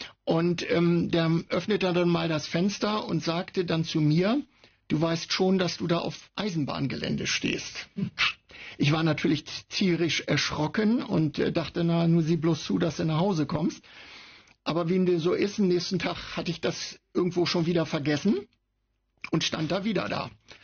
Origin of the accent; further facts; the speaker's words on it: Jever, Lower Saxony, Germany; wenn ich an den Bahnhof meiner Kindheit denke in Jever